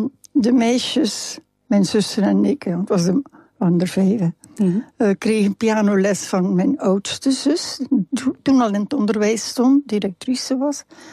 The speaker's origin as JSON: {"language": "Dutch", "region": "Flanders", "country": "Belgium", "said": "ja, maar ik ben een Vlaming."}